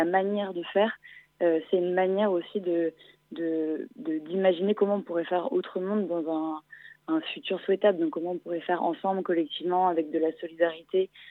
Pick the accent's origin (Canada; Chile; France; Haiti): France; Laval, Pays de la Loire; je viens de Laval